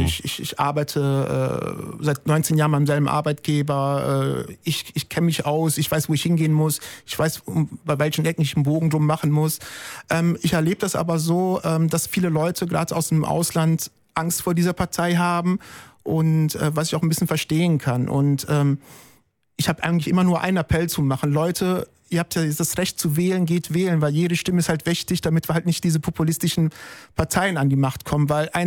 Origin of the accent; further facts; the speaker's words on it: Italy; Also ich glaube, das ist auf jeden Fall, dass wir Italiener es einfacher haben